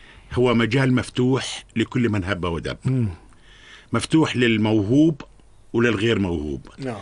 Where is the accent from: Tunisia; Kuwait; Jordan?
Jordan; احنا عندنا بالاردن